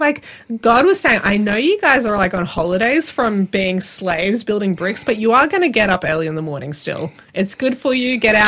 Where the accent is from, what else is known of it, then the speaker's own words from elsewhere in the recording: Queensland, Australia; also born or lived in Melbourne; I'm from Queensland. I like the sunshine.